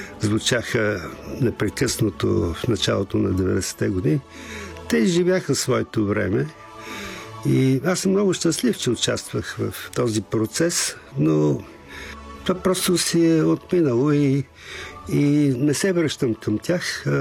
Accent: Sofia, Sofia City, Bulgaria; аз съм израснал в центъра на София.

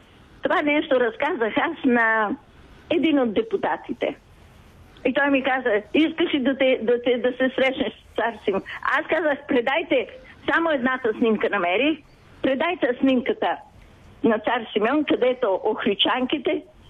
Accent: Ohrid, North Macedonia; now in Rome, Italy; от стария град, нека повторя, откъдето съм аз, откъдето е родът ни.

